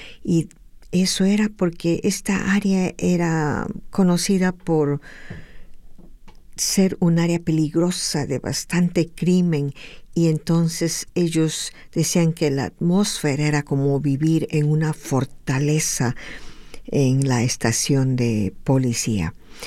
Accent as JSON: {"language": "Spanish", "country": "Peru", "moved": "yes", "said": "música de mi compatriota … de mi hermoso país Perú."}